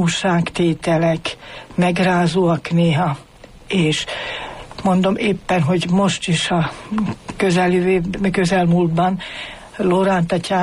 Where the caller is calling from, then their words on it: Kalász, Nitra Region, Slovakia; Mert én Nyitra mellől származok, mégpedig Kalász községből